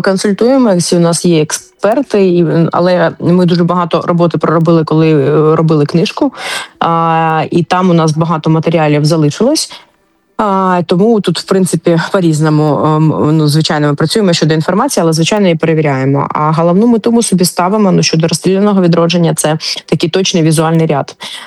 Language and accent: Ukrainian; Kharkiv, Kharkiv Oblast, Ukraine; moved away as an adult; Я народилася в Харкові і дуже довгий час жила в Харкові і закінчила університет. Тобто, ну, можна сказати, там 24-25 років жила.